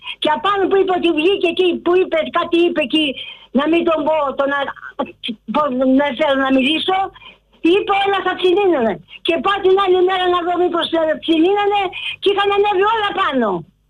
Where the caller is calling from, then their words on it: Athens, Attica, Greece; Εδώ. Στα Πατήσια. Εδώ στην Αγίου Μελετίου.